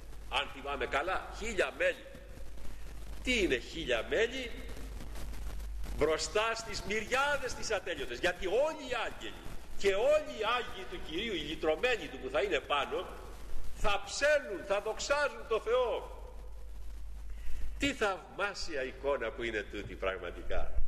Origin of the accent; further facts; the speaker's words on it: Western Greece, Greece; born there; moved away; Και εγώ από παιδί πήγαινα, γινότανε στο χωριό μου ένα ζωοπανήγυρι εκεί